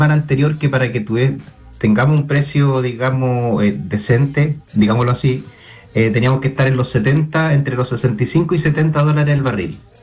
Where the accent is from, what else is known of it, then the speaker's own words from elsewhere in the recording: Chile; cómo nos va a afectar a nosotros como chilenos